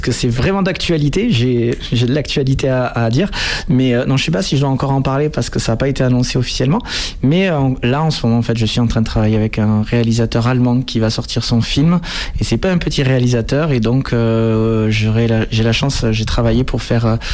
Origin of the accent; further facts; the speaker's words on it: Toulouse, Occitanie, France; parce que moi je viens de Toulouse